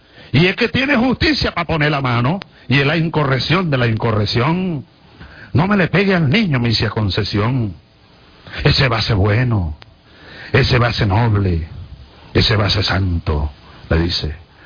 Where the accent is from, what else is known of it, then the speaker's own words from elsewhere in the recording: Barinas, Venezuela; De un poeta de mi tierra llanera, de Barinas